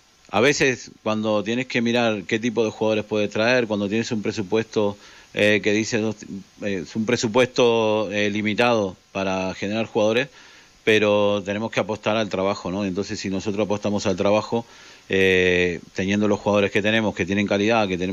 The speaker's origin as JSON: {"language": "Spanish", "town": "Rubí", "region": "Catalonia", "country": "Spain", "said": "me sentí muy orgulloso porque yo soy de aquí de Rubí"}